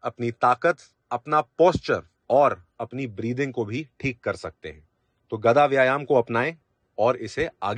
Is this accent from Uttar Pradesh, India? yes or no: no; Bangalore, Karnataka, India; और मैं बैंगलोर का रहने वाला हूँ।